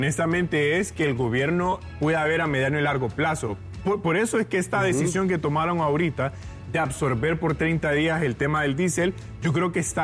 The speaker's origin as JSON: {"language": "Spanish", "country": "Honduras", "said": "uno como hondureños"}